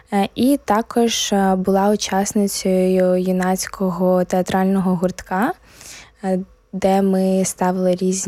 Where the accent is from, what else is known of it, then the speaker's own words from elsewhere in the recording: Dnipropetrovsk Oblast, Ukraine; moved away as an adult; also born or lived in England; now in Warsaw, Poland; Моє дитинство проходило в Україні.